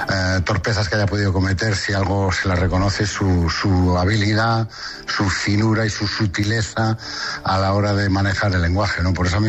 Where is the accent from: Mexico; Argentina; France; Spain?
Spain; Galicia; Yo soy la maña de Lugo, que es lo más gallego que se puede ser.